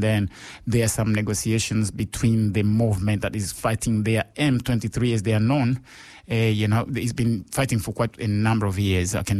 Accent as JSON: {"language": "English", "region": "Eastern DRC", "country": "DR Congo", "tie": "born or raised there", "said": "DRC is actually a big country, and I grew up in Eastern there, where the conflict is really bad."}